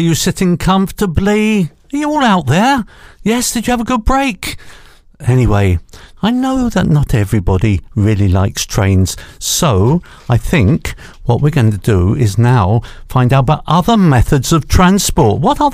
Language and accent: English; London, United Kingdom; born there; I was born up in London